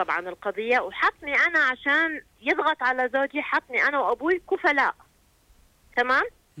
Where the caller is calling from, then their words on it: Jordan; أنا مواطنة أردنية … من قبيلة بني صخر.